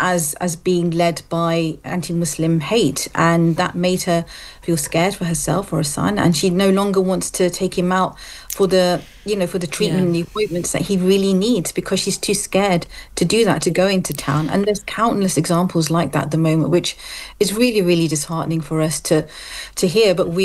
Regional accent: London, United Kingdom; I grew up in London, but I've also lived in other parts of the country as well.

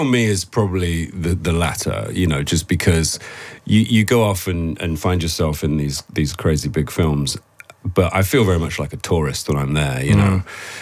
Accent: United Kingdom; and a healthy cynicism, I think, which is easy as a Brit, isn't it?

